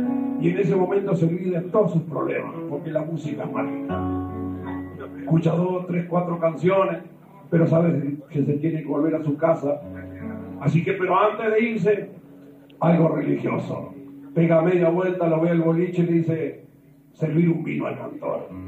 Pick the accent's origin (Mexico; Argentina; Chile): Argentina; San Justo, Entre Ríos; Soy de San Justo, soy entrerriano